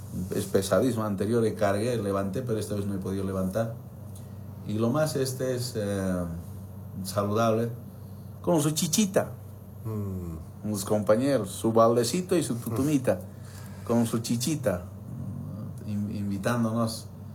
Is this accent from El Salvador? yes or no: no; Bolivia; como boliviano, no es concebible, definitivamente no es concebible este tipo de programas o proyectos